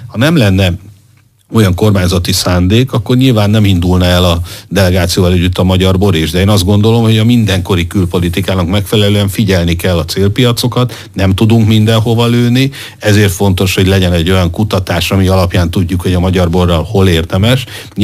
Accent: Hungary; mint magyar

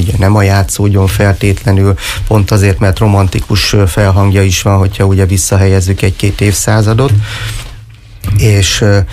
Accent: Miskolc, Borsod-Abaúj-Zemplén, Hungary; a Diósgyőri vár közelében nőttem fel, a Kuruc utcán laktunk, hogy gyakorlatilag nem volt olyan nap, hogy ne csatangoltunk volna a vár környékén.

